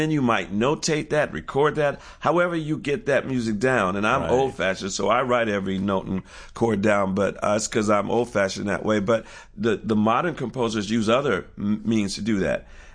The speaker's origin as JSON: {"language": "English", "town": "Detroit", "region": "Michigan", "country": "United States"}